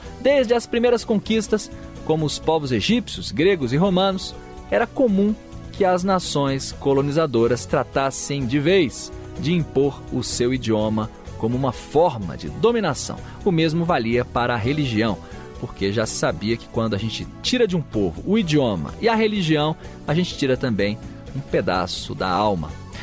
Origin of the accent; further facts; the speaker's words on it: Brazil; nós brasileiros, por exemplo, não consigamos pronunciar alguns sons em outros idiomas.